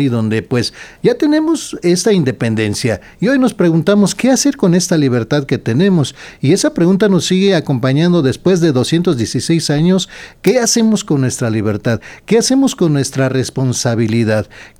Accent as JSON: {"language": "Spanish", "country": "Mexico", "said": "como mexicanos tenemos ese orgullo"}